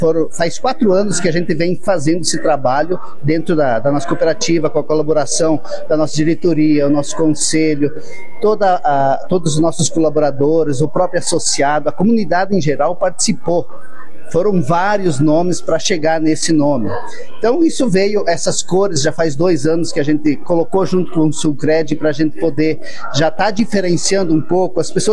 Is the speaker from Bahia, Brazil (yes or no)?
no; Iraceminha, Santa Catarina, Brazil; Iraciminha, minha terra natal.